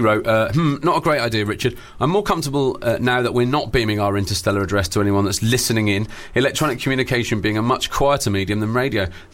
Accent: Shrewsbury, West Midlands, United Kingdom; I'm just from Shrewsbury.

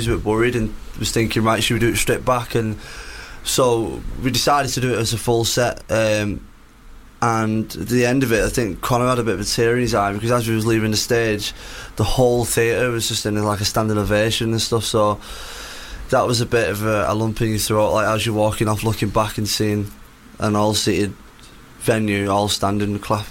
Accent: St Helens, North West England, United Kingdom; I'm from St Helens.

